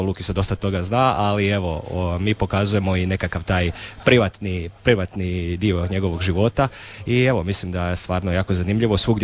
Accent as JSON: {"language": "Croatian", "town": "Slavonski Brod", "region": "Brod-Posavina County", "country": "Croatia", "tie": "born or raised there", "moved": "yes", "lives_now": "Zagreb, Croatia", "said": "ja sam glumac, međutim, ja sam inače rodom iz Slavonskoga Broda, tamo sam trenirao u lokalnoj Marsoni"}